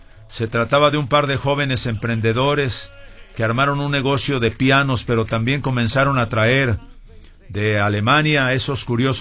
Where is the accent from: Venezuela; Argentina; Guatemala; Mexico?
Mexico; Mexico City; ya saben cómo somos los chilangos aquí